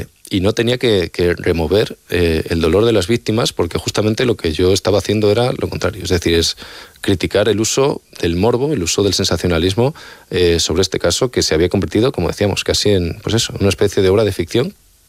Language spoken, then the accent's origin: Spanish; Extremadura, Spain; Yo vengo de la Sierra de Gata, está al norte de Cáceres